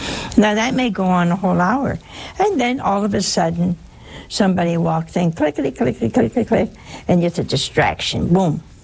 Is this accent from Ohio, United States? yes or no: yes; Ohio, United States; Oh, hey, that's my home state.